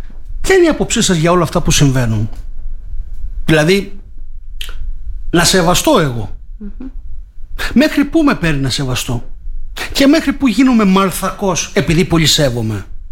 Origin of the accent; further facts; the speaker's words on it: Greece